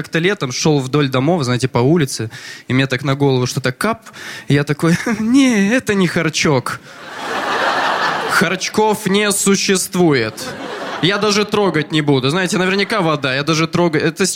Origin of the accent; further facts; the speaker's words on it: Yekaterinburg, Sverdlovsk Oblast, Russia; Я из Екатеринбурга, и, знаете, я очень люблю свой город.